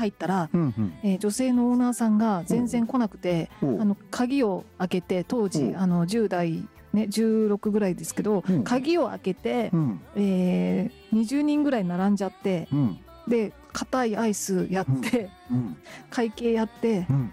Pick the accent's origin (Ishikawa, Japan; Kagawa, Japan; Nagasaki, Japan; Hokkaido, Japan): Kagawa, Japan; moved away; 実は私あの地元の香川県にいる頃にですね、あのサーティワンで、バイトしてたことがあるんですけど